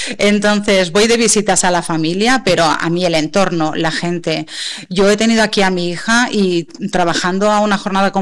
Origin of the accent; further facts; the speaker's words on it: Barcelona, Catalonia, Spain; moved away; porque yo vine de Barcelona, y entonces, claro, encontrar trabajo aquí tampoco no fue una cosa fácil